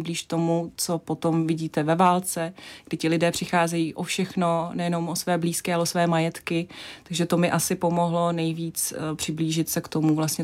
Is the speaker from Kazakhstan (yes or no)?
yes; Kazakhstan; first language Russian; Czech is a second language; moved away; jsem původem z Kazachstánu, že jsem rodila vlastně ruskojazyčná, že ukrajinsky nemluvím, i když rozumím